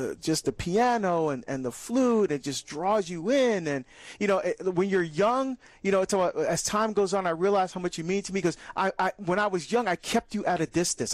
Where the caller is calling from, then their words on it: Texas, United States; I'm listening from Texas on 106.9 radio station.